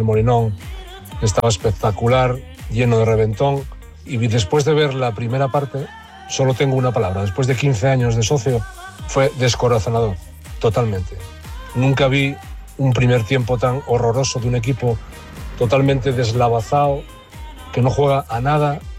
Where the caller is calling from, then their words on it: Mieres, Asturias, Spain; Hola David, buenas tardes … de Mieres.